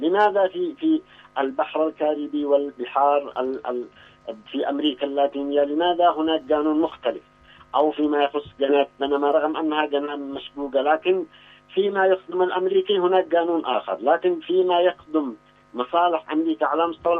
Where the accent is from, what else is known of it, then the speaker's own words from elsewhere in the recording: Yemen; عندنا في اليمن